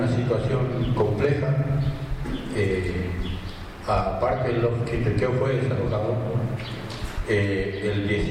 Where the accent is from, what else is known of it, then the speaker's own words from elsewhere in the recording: Neuquén, Argentina; Mi lugar es Paso Coihue.